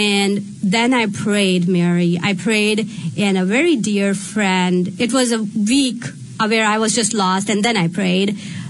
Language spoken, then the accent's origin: English; Pakistan; moved away as an adult; now in United States; I grew up in Islamic Republic on Pakistan.